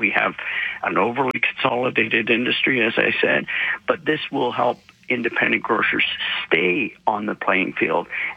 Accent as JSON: {"language": "English", "country": "Canada"}